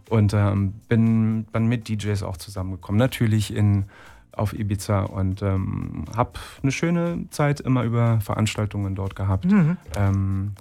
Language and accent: German; Berlin, Germany; moved away as an adult; now in Düsseldorf, Germany; ich darf das auch sagen, als Berliner